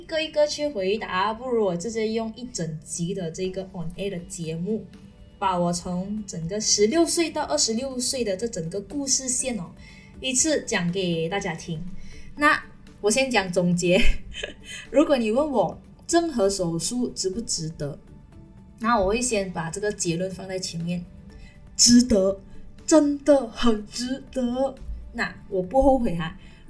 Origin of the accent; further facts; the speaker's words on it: Pahang, Malaysia; 我的家乡在彭亨直良